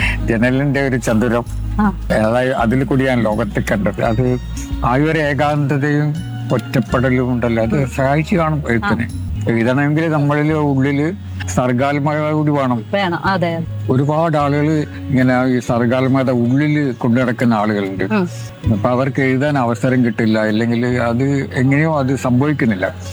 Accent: Mahe, Puducherry, India; അവിടെയാണ്, മയ്യഴിയിലാണ്. അവിടുന്ന് ജനിച്ചു വളർന്ന നാട് അവിടുന്നല്ലേ ഞാനായത്. ഇപ്പൊ ഞാൻ മലയാളത്തിൽ എഴുതുന്നു, ആ മലയാളം പഠിച്ചത് പോലും ഞാൻ മയ്യഴിയിൽ വെച്ചിട്ടാണ്.

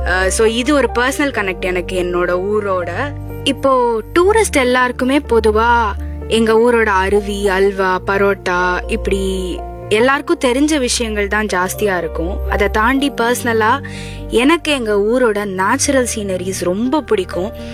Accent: Courtallam, Tamil Nadu, India; அந்த ஊரே என்னோட சொந்த ஊராக இருக்கிற எனக்கு வந்து எங்கள் ஊரோட நிறைய மெமரிஸ் இருக்கு.

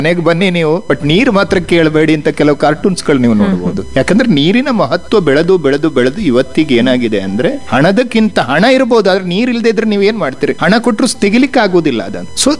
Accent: Kerala, India; now in Belagavi, India; ನಾನು 30 ಇಯರ್ಸ್ ಹಿಂದೆ ಬಂದವ ಬೆಳಗಾಮಿಗೆ, ನಾನು ನಿಜವಾಗಿ ಅಂದ್ರೆ ಬೆಳಗಾಂನೂ ಅಲ್ಲ, ನಾವು ಕೇರಳದವರು. 30 ವರ್ಷಗಳ ಹಿಂದೆ ಮತ್ತು 30-33 ವರ್ಷಗಳ ಹಿಂದೆ ನಾನು ಇಲ್ಲಿಗೆ ಬಂದೆ.

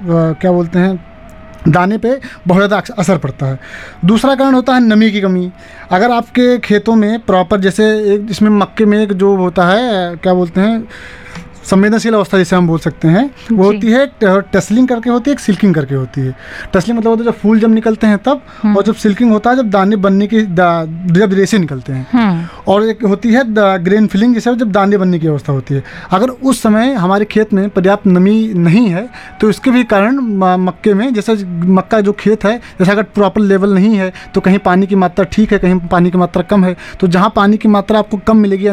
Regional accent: Uttar Pradesh, India; जलोढ़ मिट्टी जो हमारे इधर यूपी साइड पाई जाती है

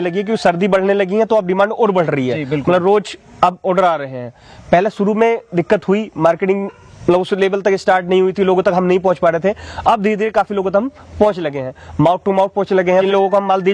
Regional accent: Amroha, Uttar Pradesh, India; मैं अमरोहा से बिलोंग करता हूँ.

